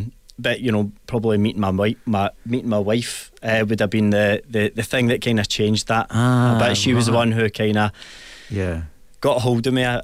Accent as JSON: {"language": "English", "town": "Cumbernauld", "region": "Scotland", "country": "United Kingdom", "tie": "born or raised there", "moved": "yes", "lives_now": "Busselton, Australia", "said": "Cumbernauld holds a lot of fond memories for myself growing up there, you know, childhood memories and things like that."}